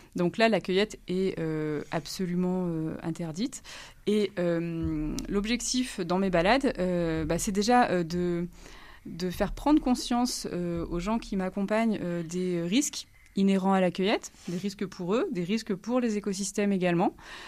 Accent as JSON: {"language": "French", "town": "Grenoble", "region": "Auvergne-Rhône-Alpes", "country": "France", "said": "moi je ne suis pas originaire d'ici, je suis grenobloise"}